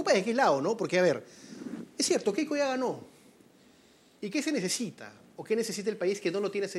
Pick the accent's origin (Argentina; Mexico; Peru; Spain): Peru